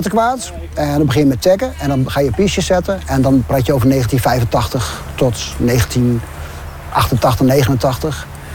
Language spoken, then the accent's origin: Dutch; Winschoten, Groningen, Netherlands; born there; moved away; Ik kom oorspronkelijk uit Winschoten.